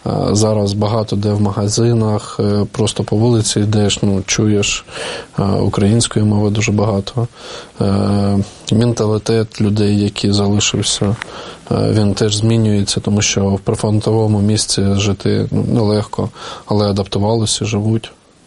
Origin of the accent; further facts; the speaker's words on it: Sloviansk, Donetsk Oblast, Ukraine; moved away as an adult; also born or lived in Kharkiv; Після там 14-го року подій там у Слов'янську, я просто виїхав з Донецької області, вже то продовжував жити в Харкові